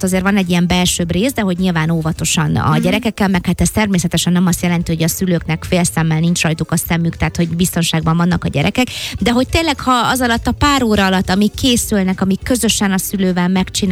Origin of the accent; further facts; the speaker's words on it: Dunaharaszti, Pest, Hungary; én Dunaharasztin nőttem fel, és hát lehet, hogy valakinek mond valamit, az Uzsoki utca, az egy ilyen kis városszéli, kicsit kihaltabb, ráadásul még akkor pláne, valahogy úgy tényleg így a város peremén laktunk